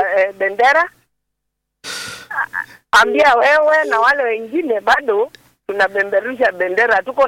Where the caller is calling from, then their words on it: Kenya; Mimi kama Mkenya najivunia kuwa Kenya